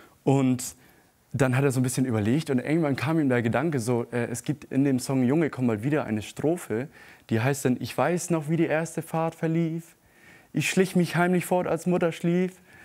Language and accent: German; Oldsum, Schleswig-Holstein, Germany; Also es wird wirklich in dem Ort, wo ich aufgewachsen bin, in Olzum, gehört das noch zur alltäglichen Umgangssprache.